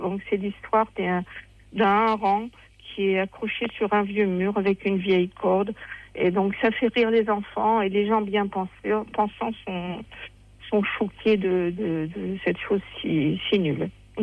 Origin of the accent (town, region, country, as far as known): Seclin, Hauts-de-France, France; born there